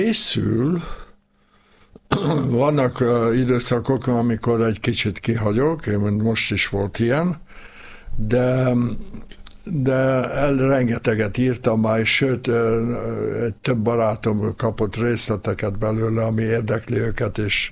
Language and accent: Hungarian; Hungary; moved away; Abban a pillanatban, hogy elhagytam az országot, akkor is nehéz volt bevallani magamnak, hogy hát én magyar vagyok, és hiányzik.